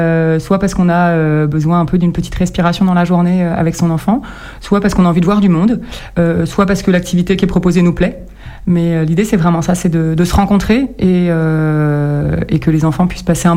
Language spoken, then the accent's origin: French; Pays de la Loire, France; now in Périgord vert, France; Moi, j'ai grandi dans le Maine-et-Loire, entre Angers et Saumur, dans un petit village, pareil, au bord de la Loire.